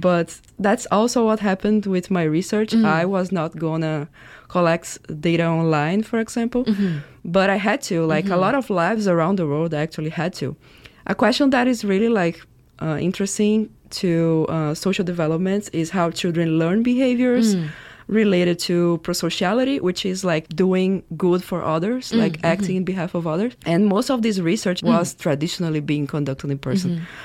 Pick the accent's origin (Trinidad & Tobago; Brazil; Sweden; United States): Brazil; English is a second language; moved away as an adult; now in Canada; I'm from Brazil, and I came to Queen's to do my PhD a few years ago.